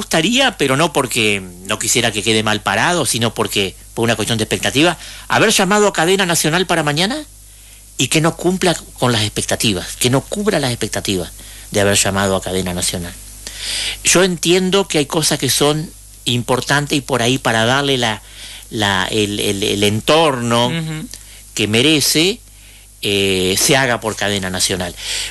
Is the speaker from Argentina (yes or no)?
yes; Argentina; porque somos argentinos, no somos Estados Unidos tampoco, ¿no?